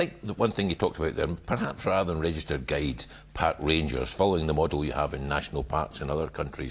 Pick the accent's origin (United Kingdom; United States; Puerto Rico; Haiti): United Kingdom; Scotland; moved away; I'm from Scotland